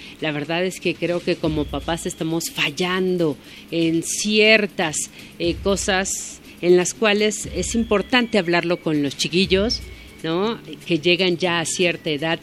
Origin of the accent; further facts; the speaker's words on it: Mexico; muy pocos somos los mexicanos